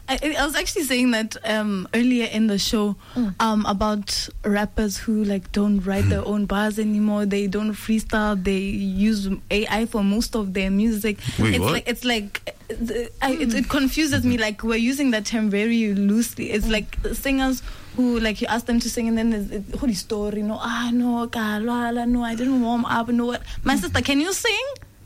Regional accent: Pandamatenga, Chobe District, Botswana; I'm, like I just said, I'm a 20 year old from … I'm from Pantamatenga.

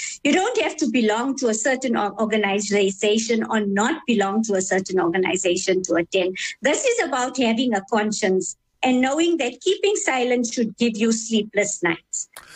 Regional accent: Gauteng, South Africa; I grew up on the East Rand. My papa's business, he had a dry cleaning business in Kempton Park. So when we were little kids, right through our teenage years, we were there in Kempton Park

